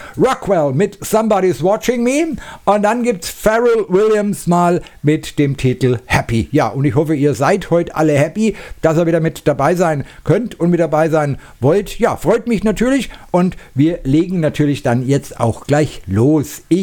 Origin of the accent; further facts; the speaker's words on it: Bavaria, Germany; ich komme hier aus Mittelfranken und mein Sendestudio befindet sich natürlich auch hier.